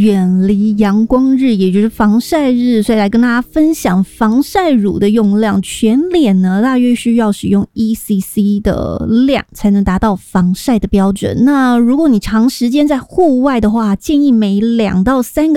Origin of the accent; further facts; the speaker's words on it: Taiwan; 你知道我们台湾人就很爱称阳伞